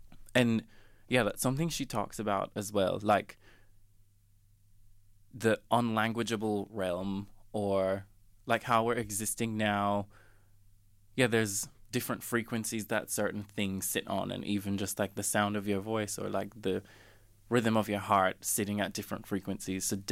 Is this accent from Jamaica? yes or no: yes; Jamaica; because growing up in Jamaica, you're, like, constantly around loud music, that it does something to the DNA.